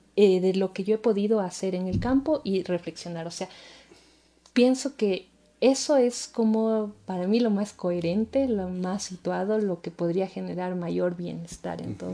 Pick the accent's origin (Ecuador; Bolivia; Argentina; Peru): Ecuador; pero creo que como docentes ecuatorianos o bueno, cualquier docente en el mundo